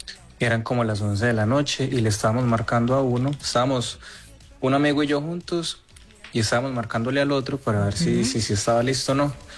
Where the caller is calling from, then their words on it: Sevilla, Valle del Cauca, Colombia; Nosotros somos de Sevilla, Bache.